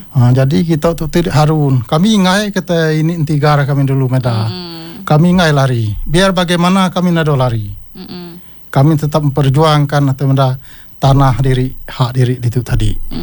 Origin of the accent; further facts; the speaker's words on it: West Kalimantan, Indonesia; kami suku Lebang